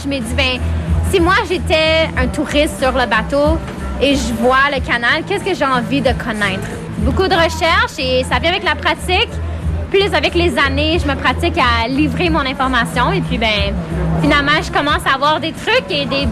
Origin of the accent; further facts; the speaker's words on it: Ottawa, Ontario, Canada; moi, je vis à Ottawa, ça fait toute ma vie